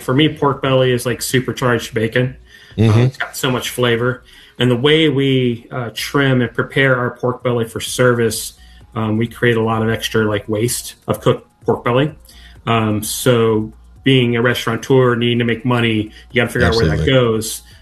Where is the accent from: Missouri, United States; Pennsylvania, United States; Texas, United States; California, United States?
Texas, United States; growing up in Texas